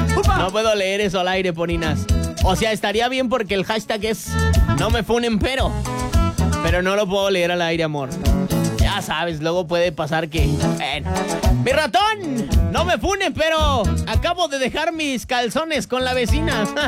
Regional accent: Querétaro, Mexico; Y estoy en Querétaro. ¡Ah, no! Y soy queretano.

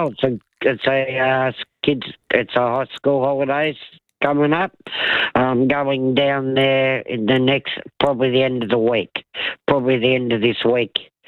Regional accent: Australia; also born or lived in New Zealand; as you know, I was born in New Zealand. I'm from there. Left there when I was two to Australia here.

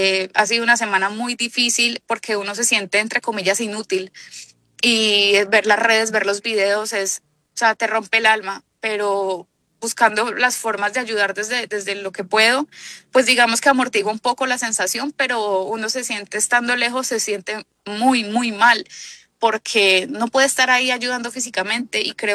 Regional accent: Pereira, Risaralda, Colombia; now in Puerto Rico; Bueno, en el equipo en este momento somos dos pereiranos y el entrenador nacional que vive en Pereira. No tenemos dónde entrenar en este momento. Yo vivo pues en Puerto Rico, acá estoy entrenando

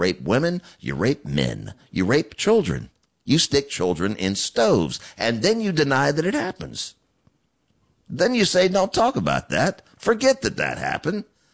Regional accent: United States; being an American.

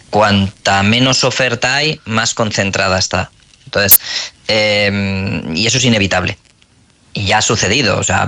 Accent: Barcelona, Catalonia, Spain

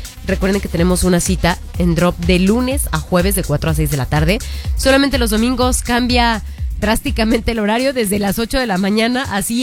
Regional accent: Mexico; así somos los mexicanos en general

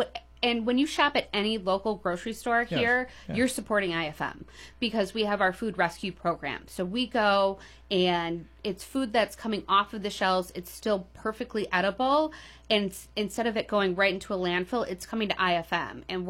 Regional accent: Milwaukee, Wisconsin, United States; also born or lived in Denver; obviously I'm from Milwaukee. I lived in Denver for almost a decade

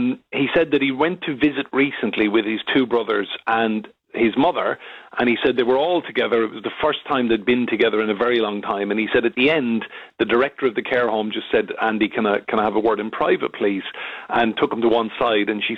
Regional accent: Leinster, Ireland; So I went to Kilkenny, which I'm from County Wexford. It is our neighbouring county, and believe it or not, I'd never been to Kilkenny in my life.

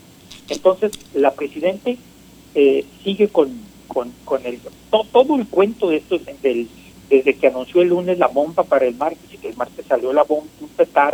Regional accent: Mexico; nos debería tener muy ocupados como mexicanos

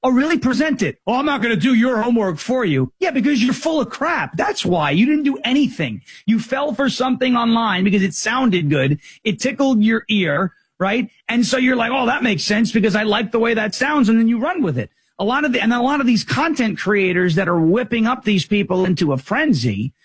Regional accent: New York, United States; I'm a Jets fan, so it's like every time I turned on WFAM and I was growing up on Long Island

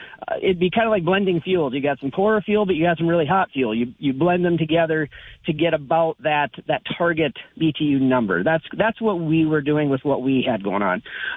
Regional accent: North Dakota, United States; Well, originally I am from the Regan-Wilton area.

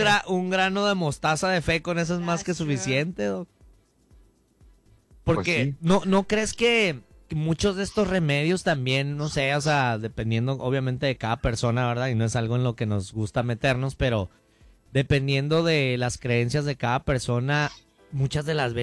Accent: Mexico; Como mexicanos tenemos muchas cosas únicas

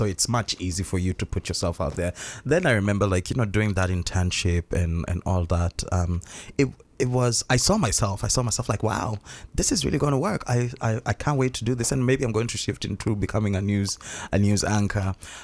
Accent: Nairobi, Kenya; moved away as an adult; I moved from Nairobi, so born and bred in Nairobi, so, you know, just in tune with the culture there, among my people and all of that.

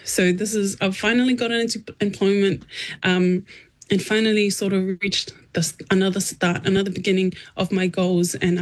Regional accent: New Zealand; even though we grew up in New Zealand

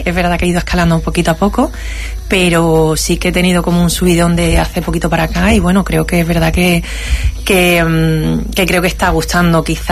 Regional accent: Ceuta, Spain; Quería tener mi apellido es muy común y quería tener algo que me atara a mi tierra, y oye, pues mira, Benzú.

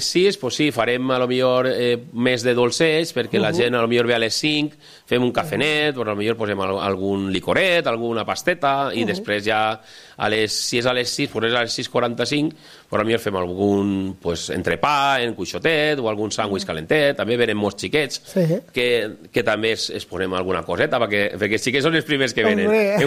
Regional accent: Cocentaina, Valencian Community, Spain; nosaltres, independentment de que som de Cocentaina, així en Alcoy és una barbaritat.

